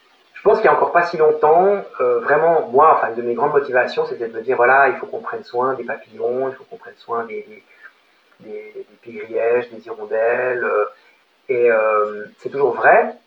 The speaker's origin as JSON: {"language": "French", "country": "Switzerland", "said": "en Suisse, on est plus sensible aux enjeux environnementaux"}